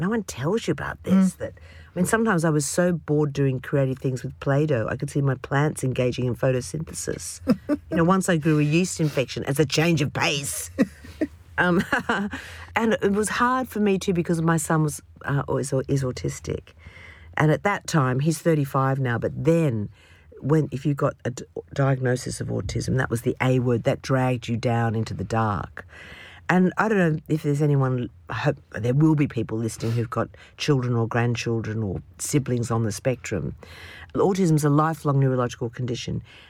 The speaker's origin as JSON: {"language": "English", "country": "Australia", "said": "especially when it came to Australians. They saw us as the Irish of the Pacific, a kind of recessive gene, and they were so rude to me."}